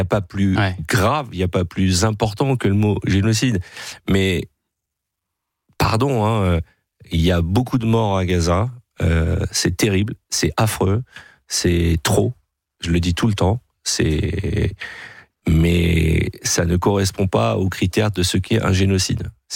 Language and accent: French; France; Je suis un Français. Les gens oublient que je suis Français. Je suis Français avant d'être juif, vous savez.